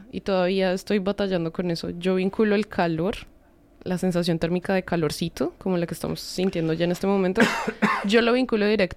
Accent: Colombia; Colombia, pues estamos en la línea de Ecuador. Uh-huh. Eso hace que no tengamos estaciones. Lo que pasa en mi país es que tenemos son pisos climáticos.

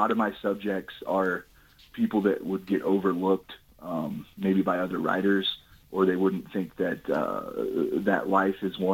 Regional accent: Bloomington, Illinois, United States; moved away as an adult; now in Mexico, Missouri, United States; I am from Bloomington, Normal, Illinois originally, but we've lived in Mexico for 21 years now.

